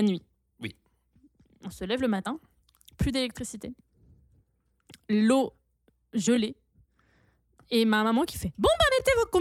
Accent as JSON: {"language": "French", "country": "France", "moved": "yes", "lives_now": "Canada", "said": "Et moi, je suis française."}